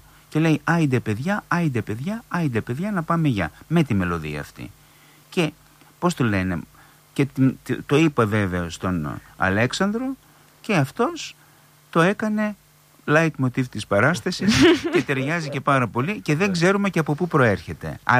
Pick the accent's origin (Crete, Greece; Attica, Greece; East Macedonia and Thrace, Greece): East Macedonia and Thrace, Greece; Didymoteicho; που τότε είναι μικρό παιδί, σε χωριό μεγάλωσα στο Δημότυχο, και θυμάμαι αυτόν τον ήχο